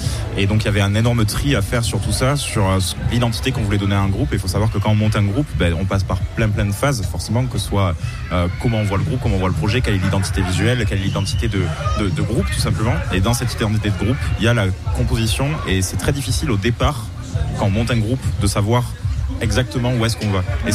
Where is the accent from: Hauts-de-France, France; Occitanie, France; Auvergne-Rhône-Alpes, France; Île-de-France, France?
Occitanie, France; Toulouse; On vient de Toulouse.